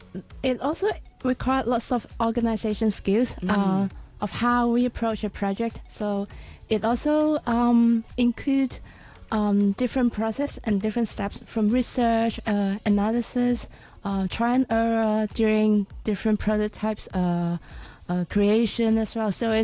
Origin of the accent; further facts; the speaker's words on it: Tsuen Wan, Hong Kong; I grew up in Chuen Wan.